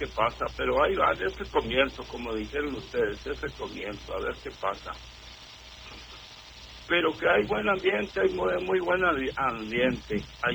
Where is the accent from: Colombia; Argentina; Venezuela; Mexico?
Mexico; porque México es de todos los mexicanos, estemos donde estemos, pero somos mexicanos